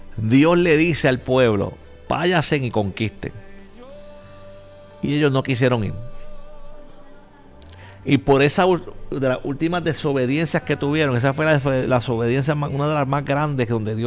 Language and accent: Spanish; Puerto Rico; como decimos en Puerto Rico